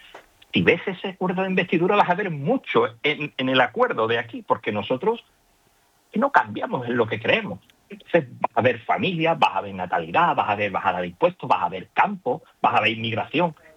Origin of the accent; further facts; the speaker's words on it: Cádiz, Andalusia, Spain; Yo soy gaditano